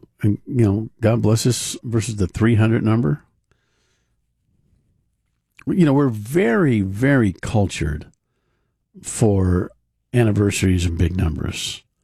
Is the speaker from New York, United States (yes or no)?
yes; New York, United States; also born or lived in New Jersey; Listen, I've never bought Donald Trump's act from the time I was growing up in New York and New Jersey to the time to today.